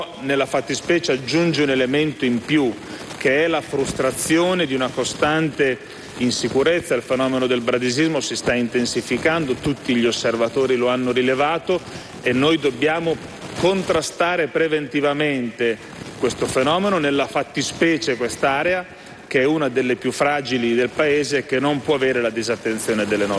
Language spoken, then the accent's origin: Italian; Emilia-Romagna, Italy; lo dico da emiliano che ha attraversato il terremoto dell'Emilia